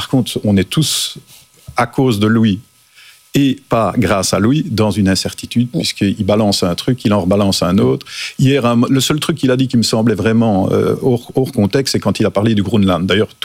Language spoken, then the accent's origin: French; Belgium; moi, en tant que Belge